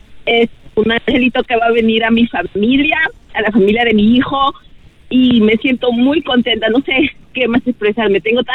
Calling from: San Jose, California, United States; De San José.

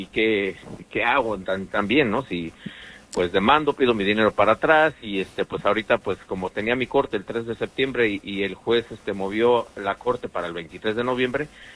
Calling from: California, United States; yo vivo en California

